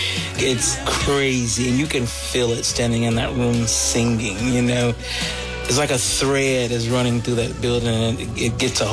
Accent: Town Creek, Alabama, United States; Well, I grew up in Town Creek. That's probably about 45 minutes away from Muscle Shoals.

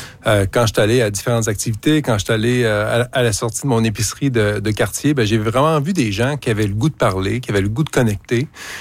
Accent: Quebec, Canada; Je suis moi-même de Louis Hébert.

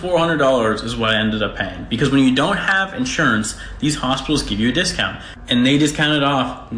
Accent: United States; I am an American without health insurance.

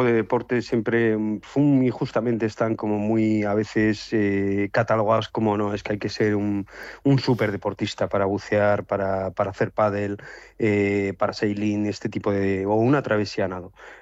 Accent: Alicante, Valencian Community, Spain; que somos de aquí de Alicante

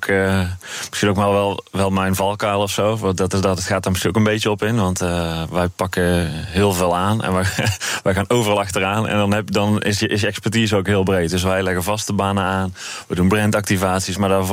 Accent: Breda, North Brabant, Netherlands; Ik kom zelf oorspronkelijk uit Breda

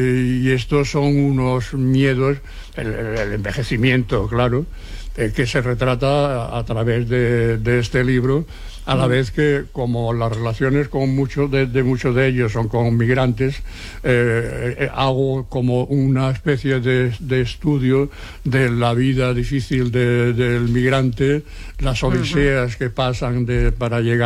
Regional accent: Seville, Andalusia, Spain; now in Barcelona, Spain; lo mismo que nosotros, pero cuando vinimos de Sevilla.

